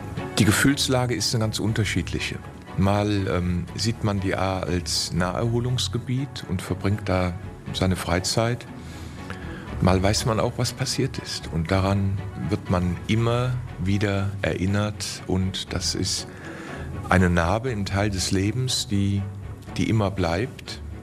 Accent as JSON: {"language": "German", "town": "Sinzig", "region": "Rhineland-Palatinate", "country": "Germany", "tie": "born or raised there", "said": "Ich bin gebürtiger Sinziger, kenne die A von Anfang an, seit meiner Geburt."}